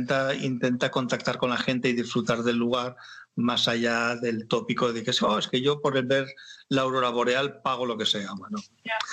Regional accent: Lleida, Catalonia, Spain; now in Penedès, Spain; como soy de Lleida

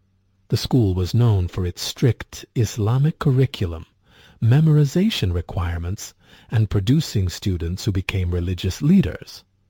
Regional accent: Riyadh, Riyadh Province, Saudi Arabia; I was born in April 1989 in Riyadh, Saudi Arabia, into a deeply religious family. My father was an imam at a local mosque.

